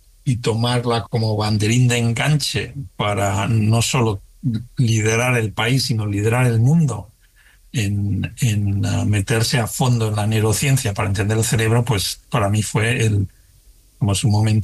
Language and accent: Spanish; Spain; moved away as an adult; now in United States; Yo soy español de pura cepa y pues eso, buen futbolero y madridista además.